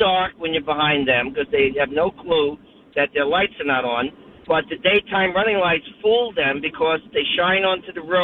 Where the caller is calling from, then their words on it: Lancaster, Massachusetts, United States; I live in Lancaster, Mass, but I'm on I-93 right now, headed to New Hampshire for work.